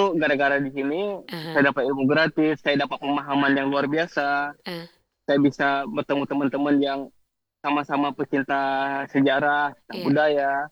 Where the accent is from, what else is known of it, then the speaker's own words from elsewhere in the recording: Aceh, Indonesia; kita tinggal di Aceh, kita orang Aceh